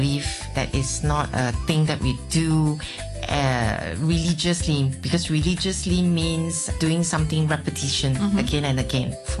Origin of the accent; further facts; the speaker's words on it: Malaysia; now in Hong Kong; I'm a Malaysian who lived in Hong Kong for nearly 40 years.